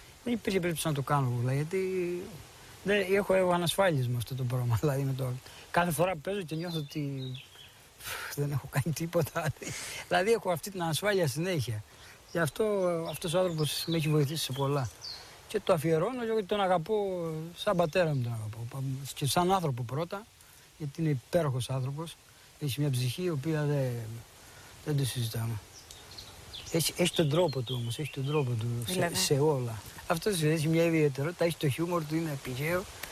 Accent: Crete, Greece; born there; το χωριό μου, δηλαδή τον τόπο μου.

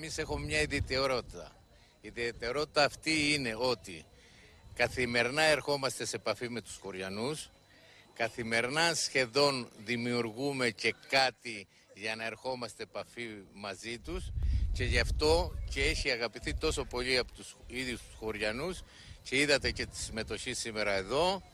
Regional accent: Gergeri, Crete, Greece; σας καλωσορίζω και εγώ στο όμορφο χωριό μας, στο πιο παραδοσιακό και δημιουργικό χωριό.

